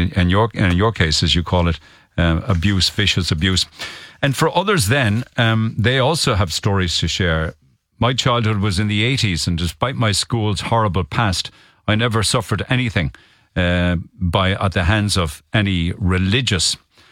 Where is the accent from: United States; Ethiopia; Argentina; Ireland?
Ireland; Silver Mines, Munster; now in Cork, Ireland